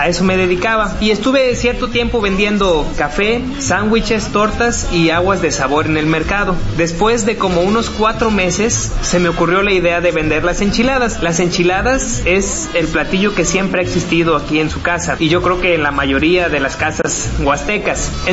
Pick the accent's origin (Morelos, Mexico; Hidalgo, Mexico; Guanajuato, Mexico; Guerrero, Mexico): Hidalgo, Mexico; Huejutla de Reyes; soy originario de Huejutla de Reyes, Hidalgo.